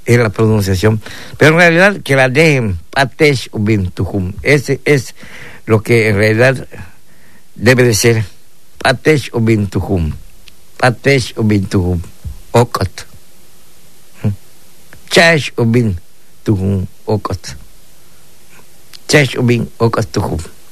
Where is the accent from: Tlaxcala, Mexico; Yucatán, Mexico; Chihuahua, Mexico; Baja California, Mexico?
Yucatán, Mexico; pues como somos yucatecos y otras personas que pues vienen de otros pueblos